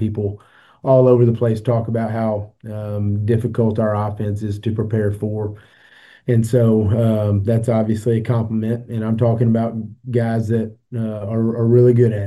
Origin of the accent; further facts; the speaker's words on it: Hallsville, Texas, United States; now in Lindale, United States; We are from Hallsville, me and my brothers, and my wife is also from Hallsville.